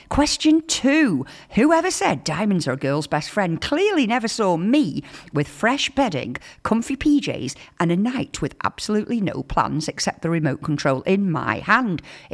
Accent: Wigan, North West England, United Kingdom; and I am from Wigan, so we don't say schedule, we say schedule.

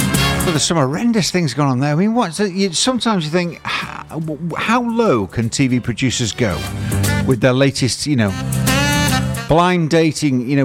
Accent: Rotherham, Yorkshire and the Humber, United Kingdom; I'm from Rotherham, from Yorkshire

